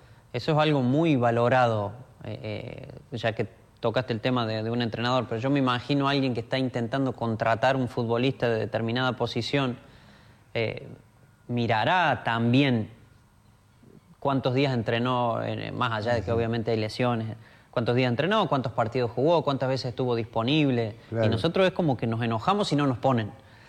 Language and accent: Spanish; Argentina; lo competitivo que somos los argentinos